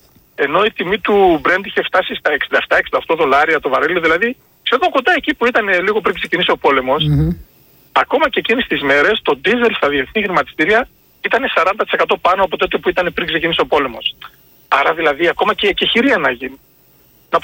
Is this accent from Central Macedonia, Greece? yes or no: yes; Serres, Central Macedonia, Greece; Εγώ είμαι από τις Σέρρες, δηλαδή εκεί που να χρειάζεται 2-3.000 λίτρα.